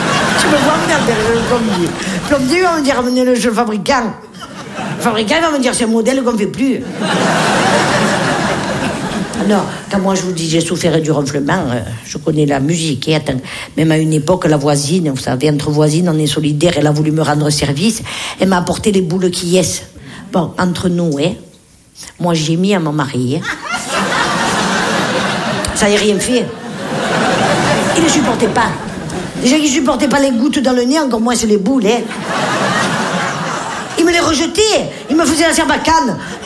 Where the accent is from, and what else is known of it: Nice, Provence-Alpes-Côte d'Azur, France